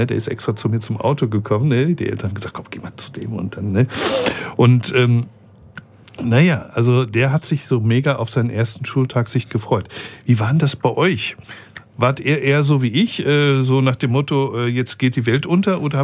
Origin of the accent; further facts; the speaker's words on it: Rüsselsheim, Hesse, Germany; born there; also born or lived in North Rhine-Westphalia; Weil wir kommen ja ursprünglich aus NRW. Ne? Und dann sind wir nach Rüsselsheim wegen der Caltex.